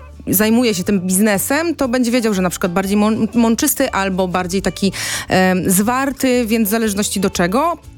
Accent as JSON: {"language": "Polish", "town": "Stargard", "region": "West Pomeranian Voivodeship", "country": "Poland", "said": "Ja Stargard"}